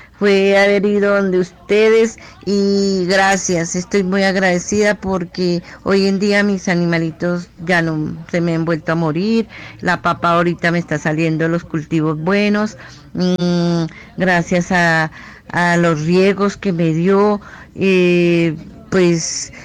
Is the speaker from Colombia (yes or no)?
yes; Garagoa, Boyacá, Colombia; soy de Garagoa, yo fui y los visité a la Puerta del Llano